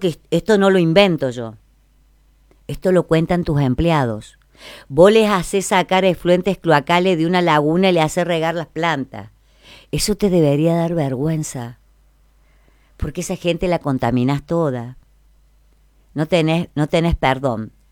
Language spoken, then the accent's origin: Spanish; Villa Mercedes, San Luis, Argentina; Yo soy de San Luis. Amo esta tierra. Y soy de Villa Mercedes.